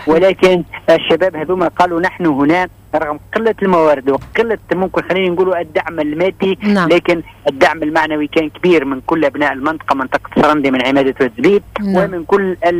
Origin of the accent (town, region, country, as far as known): Djerba, Medenine, Tunisia